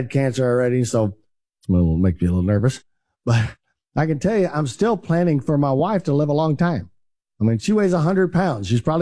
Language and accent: English; Texas, United States; Well, nobody in my family, we're rednecks from East Texas. Nobody ever lives past 70.